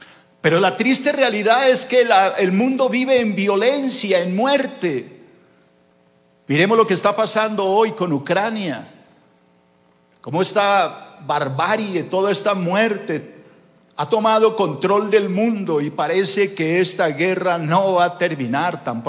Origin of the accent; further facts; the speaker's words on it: Colombia; born there; Desde que yo nací, he vivido en este mundo de violencia. Nacimos en Colombia, un país dividido, polarizado